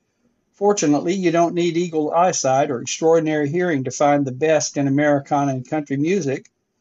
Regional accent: Nashville, Tennessee, United States; from Nashville, Tennessee, and you're listening to KHNS Radio.

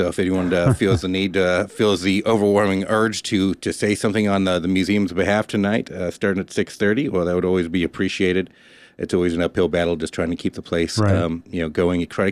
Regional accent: Alaska, United States; I'm originally from South Central Alaska.

